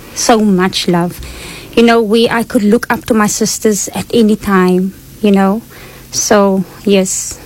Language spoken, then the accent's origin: English; Cape Town, Western Cape, South Africa; I grew up in Rocklands with my family, mother, father, and my four other siblings.